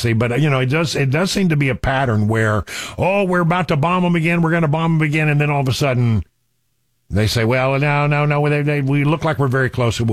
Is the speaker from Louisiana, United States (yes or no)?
no; Odessa, Texas, United States; moved away; my old hometown of Odessa, Midland. I'm from Odessa